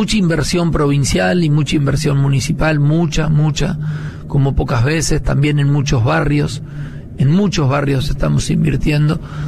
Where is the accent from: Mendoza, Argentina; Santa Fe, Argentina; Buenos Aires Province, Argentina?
Santa Fe, Argentina; Hughes; yo soy de Hugues, y hace 30 años que no vivo en Hugues, pero yo me siento que soy de Hugues, porque bueno, ahí viví 15 años de mi vida que me formaron.